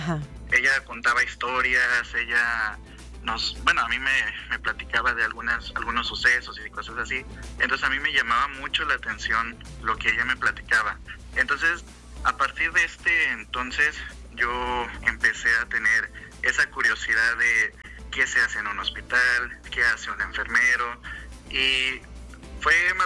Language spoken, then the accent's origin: Spanish; Tamazunchale, San Luis Potosí, Mexico; also born or lived in Ciudad Valles; soy originario de Tamazunchale. Nací en Valles, ajá, pero, o sea, toda mi vida he vivido en Tamazunchale.